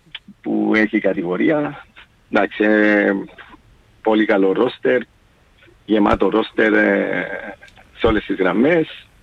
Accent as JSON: {"language": "Greek", "town": "Limassol", "region": "Limassol District", "country": "Cyprus", "said": "είμαι από τη Λεμεσόν"}